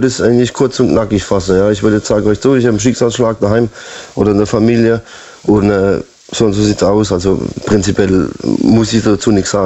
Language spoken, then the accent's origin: German; Karlsruhe, Baden-Württemberg, Germany; Ich bin von Karlsruhe.